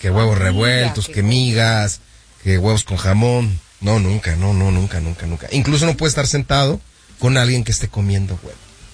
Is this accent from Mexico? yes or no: yes; Mexico; Y le dije, de México